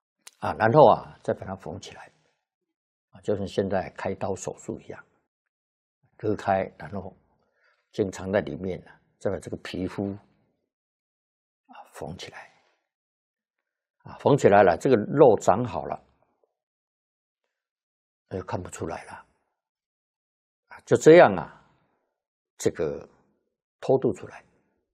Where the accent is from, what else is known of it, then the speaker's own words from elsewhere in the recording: China; 我们中国人会对他非常感恩了